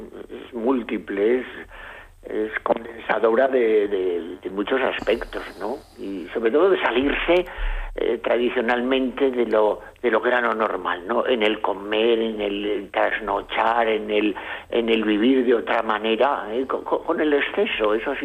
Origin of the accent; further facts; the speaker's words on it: Fitero, Navarre, Spain; en mi pueblo, en el balneario de Fitero